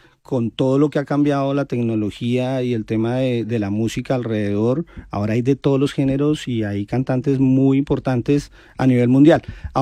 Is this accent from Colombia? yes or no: yes; Bogotá, Colombia; born there; moved away; also born or lived in Medellín; yo soy de Bogotá, nací en Bogotá, pero tuve la oportunidad de vivir 8 años en Medellín